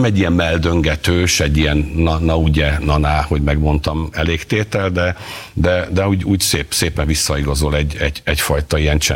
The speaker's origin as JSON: {"language": "Hungarian", "town": "Debrecen", "region": "Hajdú-Bihar", "country": "Hungary", "said": "én debreceni vagyok"}